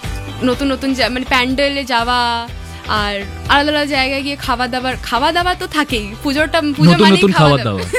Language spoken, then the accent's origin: Bangla; Kolkata, West Bengal, India; হ্যাঁ আর আমার বাড়ি ভবানীপুরে, তো ভবানীপুরে তো অনেক পুজো